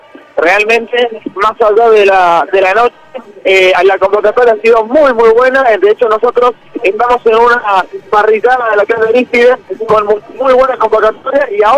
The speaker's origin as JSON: {"language": "Spanish", "country": "Argentina", "said": "no somos de Argentina"}